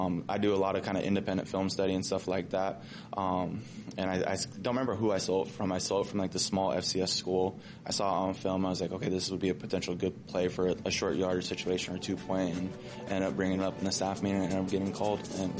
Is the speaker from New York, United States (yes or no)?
no; Washington, United States; I grew up on the Lummi Reservation and it was something a very part of, like, it's who I am and stuff like that.